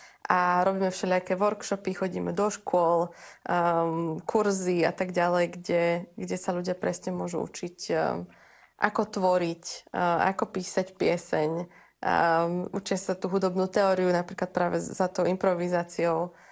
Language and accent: Slovak; Partizánske, Trenčín Region, Slovakia; now in New York, United States; v roku 2020 ja som priamo z New Yorku sa ocitla znova v Partizánskom zrazu u mojich rodičov.